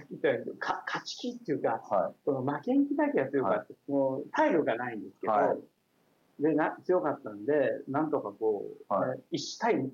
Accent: Ama, Aichi, Japan; 親は両親とも樹木寺出身なので、はい、樹木寺で私もある程度生まれ育ったわけですけども、

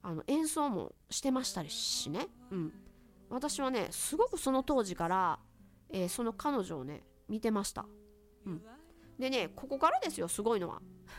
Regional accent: Tsu, Mie, Japan; 私はね、まあ毎度なんですけれども、三重県の津市っていうところの出身なんですけれども

